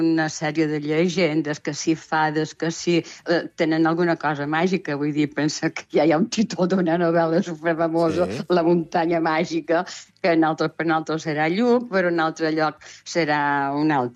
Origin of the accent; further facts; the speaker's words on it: Balearic Islands, Spain; accent: Mallorcan Catalan; nosaltres també deim que som mallorquins i parlem català de Mallorca